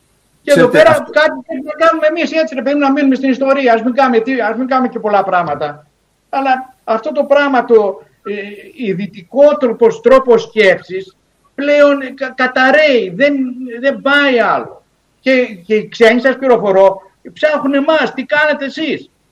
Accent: Crete, Greece; γιατί αν πετάω εγώ το ακόντιο από εδώ που είμαι από την Κρήτη μέχρι την Αθήνα

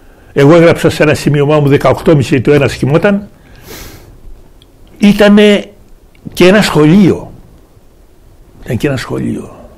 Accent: Peloponnese, Greece; born there; στην πατρίδα μου έχουμε μία λίμνη, η Τάκα.

